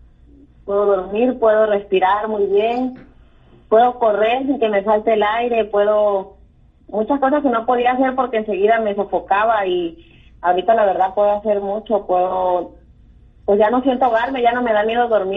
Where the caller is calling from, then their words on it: McKinney, Texas, United States; De Makini.